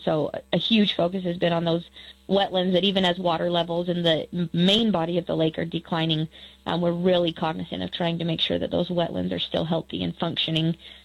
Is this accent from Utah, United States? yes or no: yes; Utah, United States; I grew up in Davis County, and for context, that is right on the shores in the heart of Great Salt Lake, close to Antelope Island.